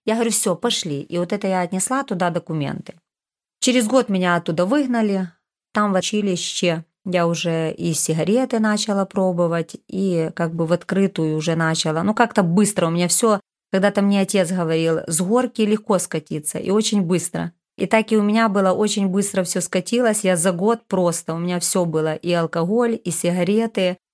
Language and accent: Russian; Rivne, Rivne Oblast, Ukraine; я из Ровно. Мне 50 лет скоро будет.